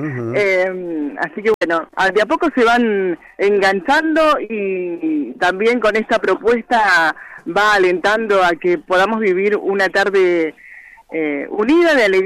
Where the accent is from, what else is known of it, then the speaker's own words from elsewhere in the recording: Ramallo, Buenos Aires, Argentina; estar en el Paraíso, aquí en el partido de Ramallo, que amo tanto a mi pueblo